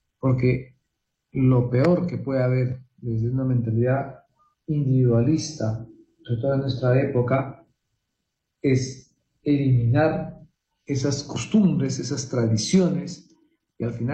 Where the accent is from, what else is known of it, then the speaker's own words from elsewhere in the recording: Peru; nosotros los peruanos